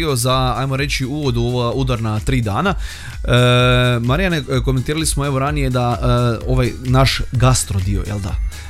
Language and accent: Croatian; Đurđevac, Koprivnica-Križevci County, Croatia